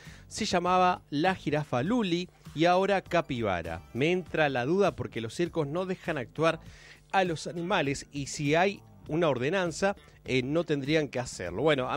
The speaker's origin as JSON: {"language": "Spanish", "town": "Cipolletti", "region": "Río Negro", "country": "Argentina", "said": "de Cipolletti del barrio San Pablo."}